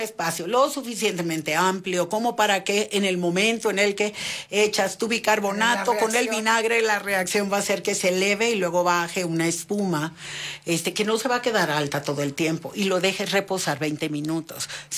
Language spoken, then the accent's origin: Spanish; Tabasco, Mexico; Lo que pasa es que allá en mi pueblo dirían, en Tabasco, que hace tanto tanto calor, todo lo que esté frío vale más.